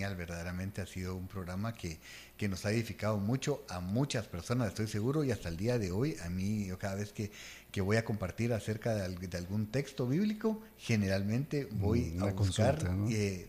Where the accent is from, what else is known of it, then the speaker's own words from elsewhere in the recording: Guatemala; en Guatemala nosotros decimos vamos con todo